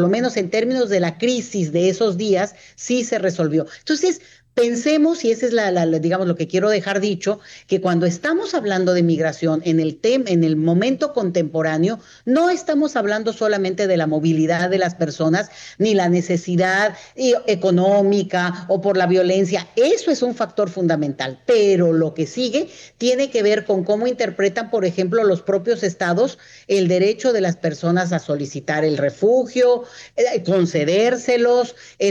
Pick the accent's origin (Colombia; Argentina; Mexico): Mexico